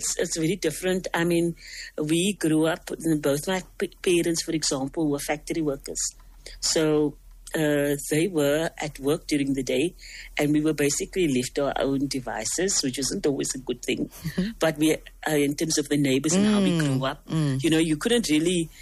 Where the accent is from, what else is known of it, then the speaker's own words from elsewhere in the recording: Cape Town, Western Cape, South Africa; I grew up in Rocklands in Mitchell's Plain, and quite close to Menindee Beach.